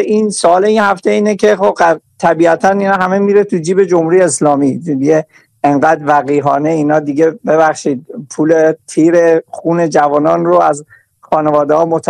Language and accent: Persian; Gilan, Iran; من خودم همشهری شما هستم، بچه گیلان هستم